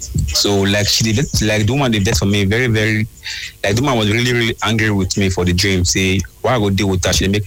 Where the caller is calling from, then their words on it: Port Harcourt, Rivers, Nigeria; I'm calling from Port Harcourt.